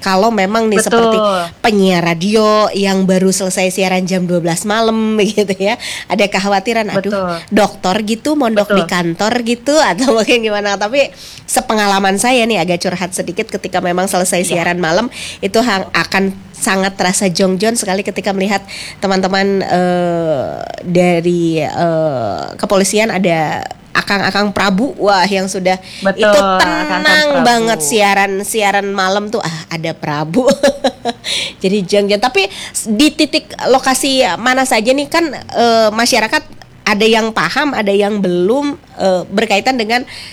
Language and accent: Indonesian; Bandung, West Java, Indonesia; saya dari Bandung Selatan sana di 12 derajat itu berangkat subuh luar biasa ya.